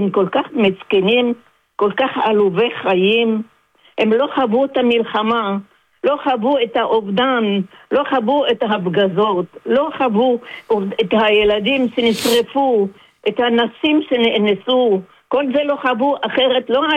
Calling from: Sharon plain, Israel

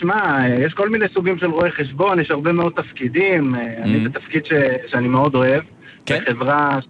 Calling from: Kfar Yona, Central District, Israel; אני בן 28, אני גר בכפר יונה.

